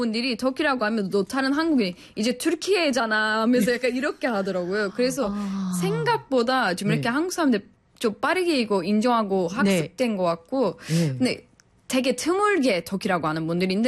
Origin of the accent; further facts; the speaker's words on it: Central Anatolia, Turkey; Korean is a second language; moved away as an adult; now in South Korea; 내 태어난 곳은 카파도키아.